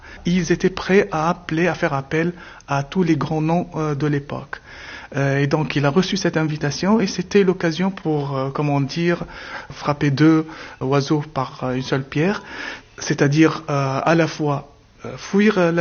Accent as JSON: {"language": "French", "country": "Tunisia", "lives_now": "Malta", "said": "je suis tunisien. Ça fait 3 ans que je me suis installé dans l'île."}